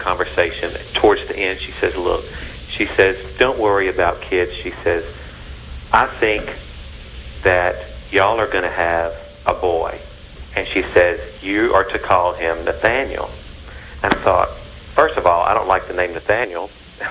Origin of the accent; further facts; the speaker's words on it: Louisiana, United States; Louisiana.